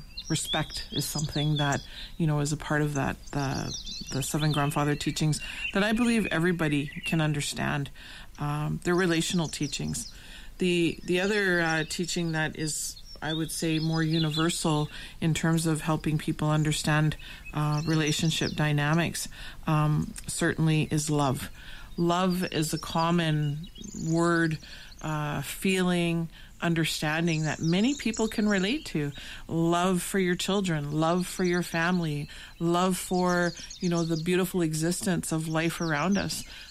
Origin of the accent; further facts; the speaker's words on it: Manitoulin Island, Ontario, Canada; now in Sault Ste. Marie, Canada; I come from the Crane Clan. I am originally from Manitoulin Island, on a community known as Wakumakong Unceded Indian Territory, and currently reside here in Bawating, or Sault Ste. Marie, Ontario, Canada, in the heart of the Great Lakes region, on beautiful Turtle Island.